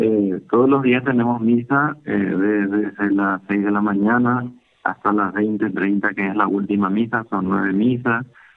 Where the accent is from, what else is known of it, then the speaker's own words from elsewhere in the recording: Carmen del Paraná, Itapúa, Paraguay; Bueno, yo soy de Carmen del Paraná, Itapúa, pero soy misionero redentorista.